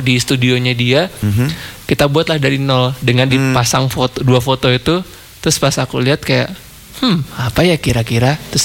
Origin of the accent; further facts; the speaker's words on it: Surakarta, Central Java, Indonesia; Aku kan lahir dan tumbuh besar di Solo.